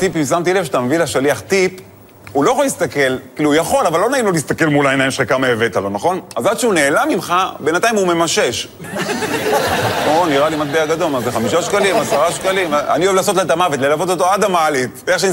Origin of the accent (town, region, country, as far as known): Netanya, Central District, Israel; born or raised there